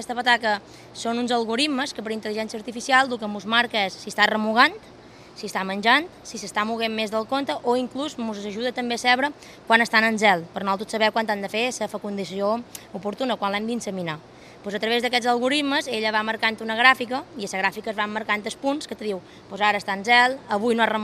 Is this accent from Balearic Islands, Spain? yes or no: yes; Ferreries, Balearic Islands, Spain; born there